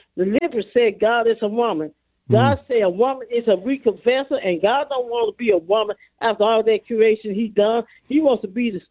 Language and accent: English; Pine Bluff, Arkansas, United States; That's my hometown.